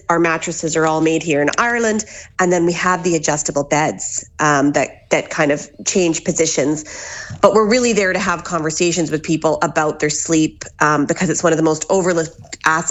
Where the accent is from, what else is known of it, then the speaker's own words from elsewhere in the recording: Canada; now in Ballina, Ireland; So I'm from Canada. I'm married to a Ballina man. We live here in Ballina in County Mayo.